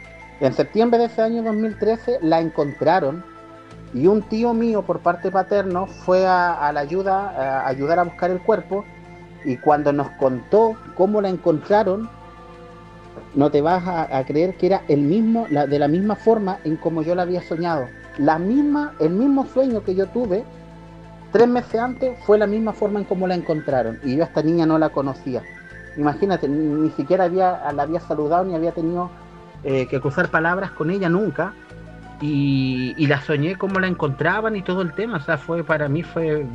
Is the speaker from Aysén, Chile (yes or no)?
yes; Puerto Aysén, Aysén, Chile; Yo soy de la ciudad de Aysén, oriundo de Puerto Aysén